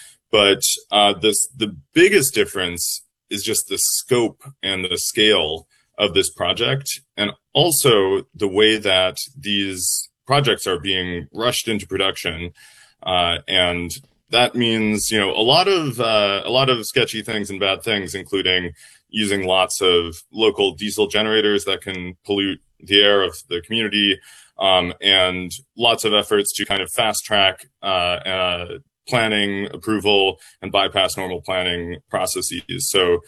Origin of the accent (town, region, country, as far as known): Duluth, Minnesota, United States; born or raised there